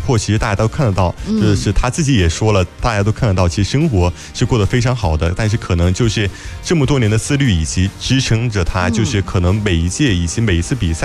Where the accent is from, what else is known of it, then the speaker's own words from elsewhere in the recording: Yichang, Hubei, China; 我们宜昌人